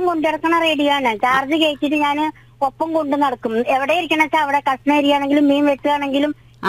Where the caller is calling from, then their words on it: Ottapalam, Kerala, India; എന്റെ വീട് ഒറ്റപ്പാലാണ്.